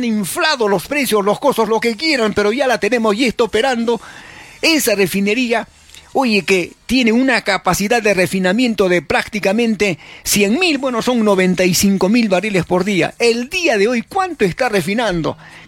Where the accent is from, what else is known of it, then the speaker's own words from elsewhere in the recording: Peru; ¿qué nos está pasando a los peruanos?